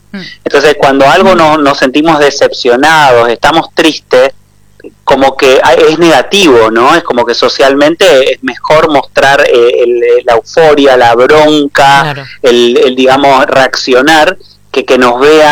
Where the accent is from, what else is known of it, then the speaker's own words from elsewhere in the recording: Argentina; somos argentinos